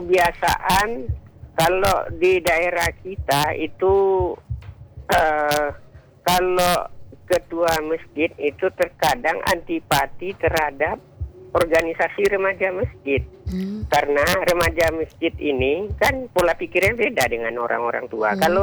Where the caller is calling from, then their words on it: Pekanbaru, Riau, Indonesia; Tangerang Utara, Pekanbaru.